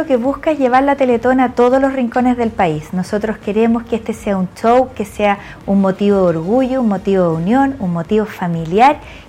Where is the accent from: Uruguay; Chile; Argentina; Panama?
Chile